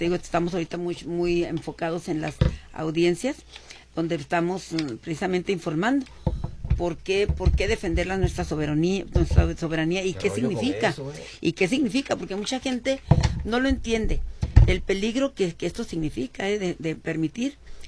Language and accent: Spanish; Mexico; nosotros mismos como mexicanos